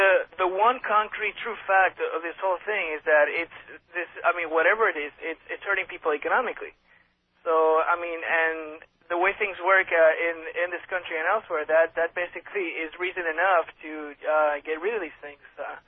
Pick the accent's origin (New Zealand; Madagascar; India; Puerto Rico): Puerto Rico; Ponce